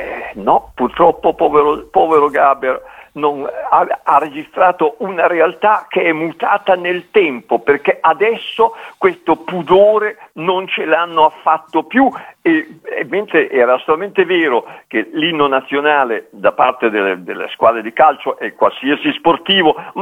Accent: Milan, Lombardy, Italy; perché sono nato e vivo a Milano

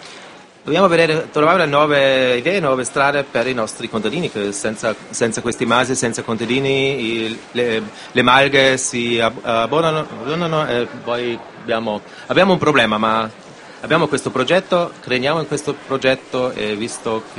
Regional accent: Tiso, Trentino-Alto Adige, Italy; born there; sono innamorato, sono nato lì, sono innamorato di questa valle

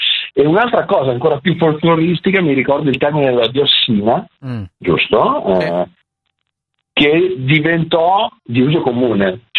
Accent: Cusano Milanino, Lombardy, Italy; Ciao, io sono di Cusano Milanino.

